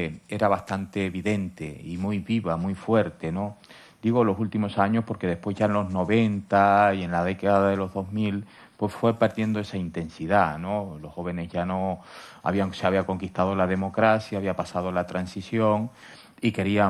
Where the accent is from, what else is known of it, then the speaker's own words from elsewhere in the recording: La Palma, Canary Islands, Spain; moved away as an adult; now in Tenerife, Spain; yo nací en La Palma, ¿no? Y soy de La Palma. Y La Palma, en aquella época en que yo nací, que fue en el año 65, yo tengo 54 años ahora, era una isla